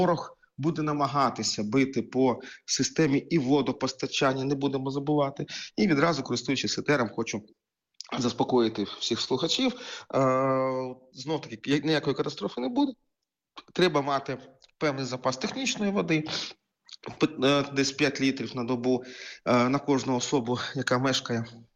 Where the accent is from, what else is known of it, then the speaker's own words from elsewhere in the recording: Kharkiv, Kharkiv Oblast, Ukraine; в моєму рідному Харкові